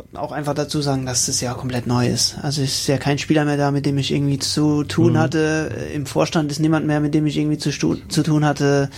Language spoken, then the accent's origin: German; Rhineland-Palatinate, Germany